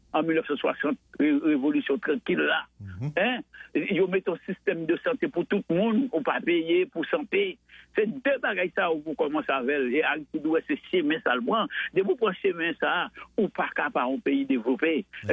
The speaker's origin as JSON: {"language": "French", "country": "Haiti", "also_born_or_lived": "Cap-Haïtien, Haiti", "said": "Je suis tout partout parce que je suis haïtien d'abord."}